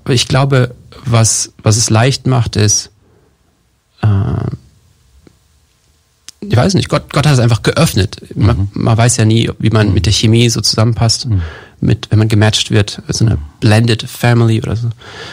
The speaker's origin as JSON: {"language": "German", "country": "Romania", "said": "Genau, also wir kommen aus Rumänien, wir haben den Hintergrund dort, und als meine Mutter dann das Frauenhaus in Rumänien gestartet hat, war klar, die Verbindung zu Rumänien bleibt"}